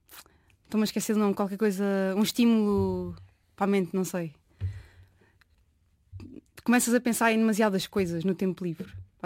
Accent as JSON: {"language": "Portuguese", "town": "Pombal", "region": "Centro", "country": "Portugal", "moved": "as an adult", "lives_now": "Lisbon, Portugal", "said": "É o meu primeiro ano a viver em Lisboa durante o ano todo, que eu sou de Pombal."}